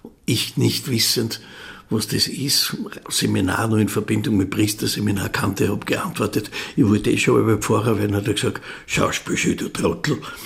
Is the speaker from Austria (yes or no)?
yes; Mautern, Styria, Austria; also born or lived in Eisenerz; Ich bin in Mautern halt in die Volks- und Hauptschule gegangen